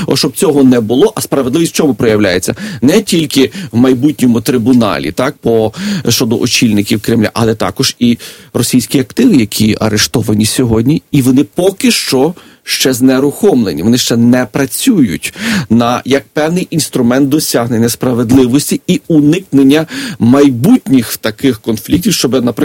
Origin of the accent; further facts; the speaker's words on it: Galicia, Ukraine; у нас на Галичині кажуть, гендлювати.